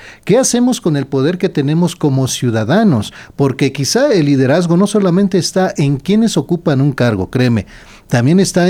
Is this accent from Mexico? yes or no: yes; Mexico; como mexicanos tenemos ese orgullo